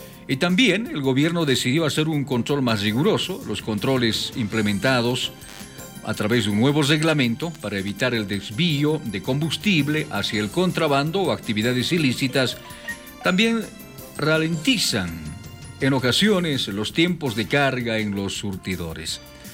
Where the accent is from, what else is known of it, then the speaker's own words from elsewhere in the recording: Bolivia; los bolivianos compramos combustible de otros países.